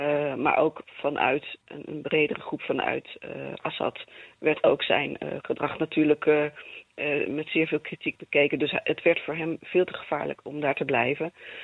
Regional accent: Netherlands; Het staat heel ver van ons af als Nederlanders

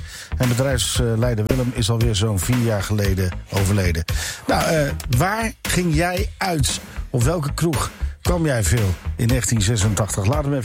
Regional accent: Albergen, Overijssel, Netherlands; Ik kom uit Albergen, daar heb ik mijn man uit Wierde ook leren kennen.

